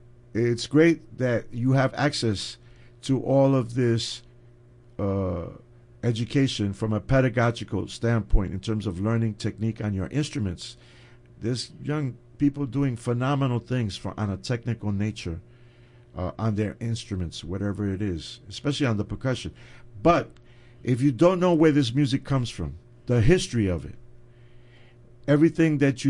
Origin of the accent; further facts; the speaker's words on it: New York, United States; the Bronx Music Hall, which is at 438 East 163rd Street, 10 blocks from where I grew up on East 153rd Street in the Melrose Project, and right near where Arsenio used to live